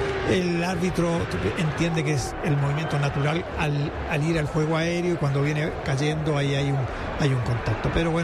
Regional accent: Chile

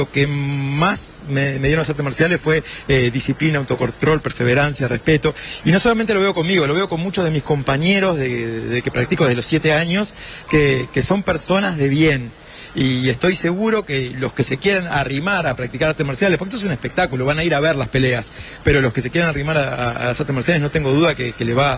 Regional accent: Montevideo, Uruguay; nada más especial que pelear acá en Montevideo, que pelear para mi familia, para mis amigos, para mi pueblo

